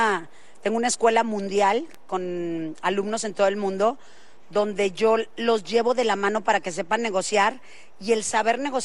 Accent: Monterrey, Nuevo León, Mexico; accent: norteño; soy norteña

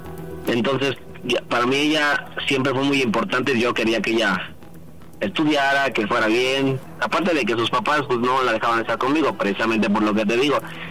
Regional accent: Mexico City, Mexico; De la Ciudad de México, tengo 36 años.

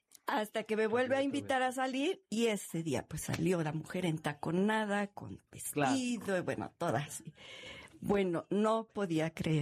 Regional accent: Mexico; Yo dije, él es ruso, pero yo soy mexicana.

